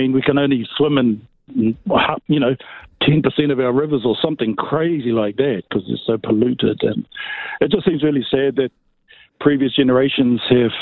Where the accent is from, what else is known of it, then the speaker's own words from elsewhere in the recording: Whangarei, Northland, New Zealand; You know, growing up in Whangarei, you mentioned Whangarei before. You know, we went out fishing. We were able to go fishing out the Whangarei Harbour and actually catch fish, snapper.